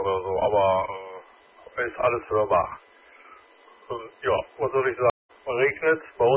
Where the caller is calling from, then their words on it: Wipperfürth, North Rhine-Westphalia, Germany; Ich bin hier über das Relais in Wuppertal. Ich komme aus Wipperfürth.